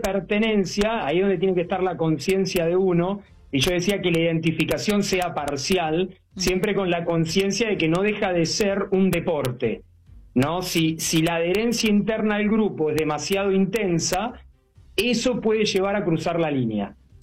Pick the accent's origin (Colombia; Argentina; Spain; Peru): Argentina; siendo argentino soy muy fanático.